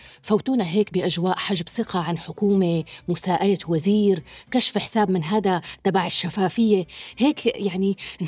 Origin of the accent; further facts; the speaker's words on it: Syria; المهم بالنسبة لنا كسوريين أنه يؤدي دوره النيابي بالإنابة عن الشعب.